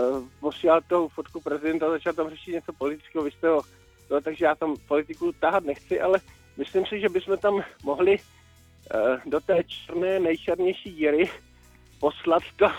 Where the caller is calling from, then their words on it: Brno, South Moravian Region, Czechia; já jsem teda z Brna